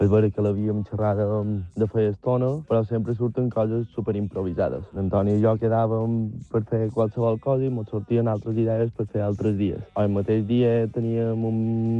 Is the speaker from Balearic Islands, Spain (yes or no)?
yes; Cineu, Balearic Islands, Spain; fer veure en el poble que pertanyem a Cineu, que som de Cineu i mos sentim de Cineu.